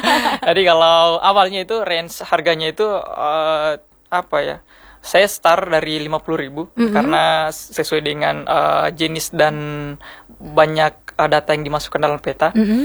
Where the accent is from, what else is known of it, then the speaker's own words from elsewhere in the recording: Southeast Sulawesi, Indonesia; Saya asli Muna.